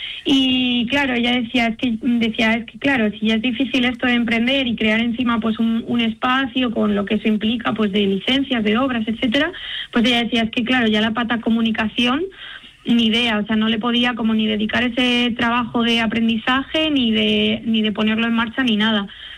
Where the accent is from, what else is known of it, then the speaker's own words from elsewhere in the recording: Valle del Tiétar, Spain; es de un pueblo de la zona del Valle del Tietar, que es de donde soy yo